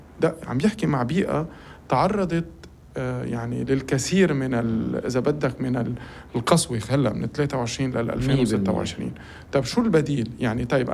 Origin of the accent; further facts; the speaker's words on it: Lebanon; الجزء الأساسي اللي نحن كلبنانيين